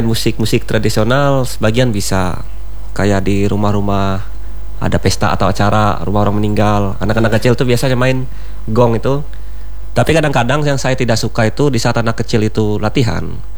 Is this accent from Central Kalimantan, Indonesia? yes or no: yes; Central Kalimantan, Indonesia; kita, orang Dayak, orang Kalimantan Tengah khususnya.